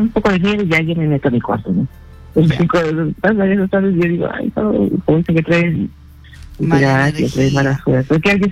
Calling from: Tacna, Peru; De Tacna.

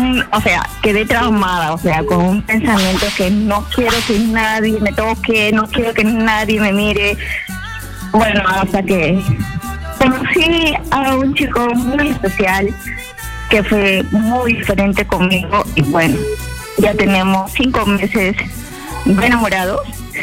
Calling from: Lima, Peru; San Juan de Miraflores.

